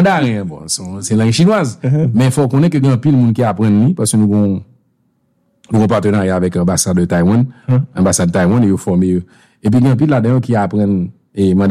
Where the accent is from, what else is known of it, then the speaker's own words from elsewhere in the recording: Haiti; Donc, c'est pas parce qu'on est fier qu'on est haïtien